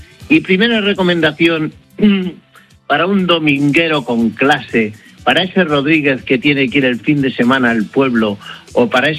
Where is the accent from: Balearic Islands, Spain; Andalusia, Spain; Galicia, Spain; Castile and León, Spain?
Castile and León, Spain; Villacastín; mi pueblo, en Villacastín